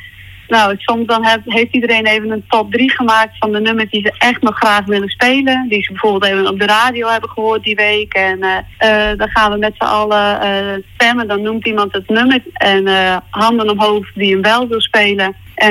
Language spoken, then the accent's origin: Dutch; Friesland, Netherlands; Ties en ik komen beide uit Diekel.